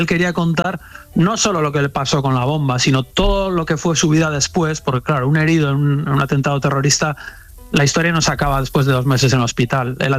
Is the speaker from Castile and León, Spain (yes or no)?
no; San Sebastián, Basque Country, Spain; Yo soy de San Sebastián, a 10 kilómetros de Rentería.